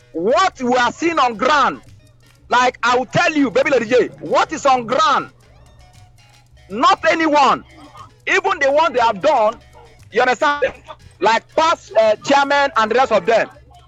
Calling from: Rivers, Nigeria; I am from Rumodogo, precisely in MOA local government.

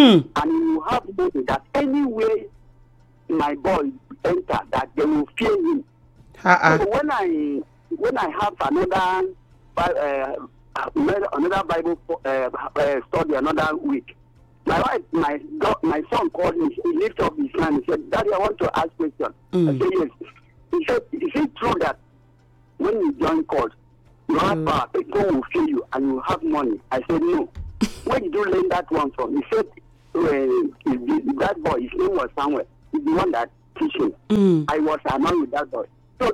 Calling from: Winnipeg, Manitoba, Canada; I'm calling from Winnipeg.

